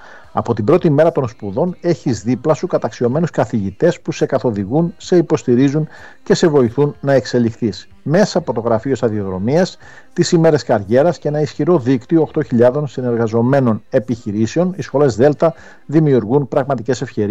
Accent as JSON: {"language": "Greek", "town": "Patras", "region": "Western Greece", "country": "Greece", "said": "είμαστε από την Πάτρα ή τη Δυτική Ελλάδα"}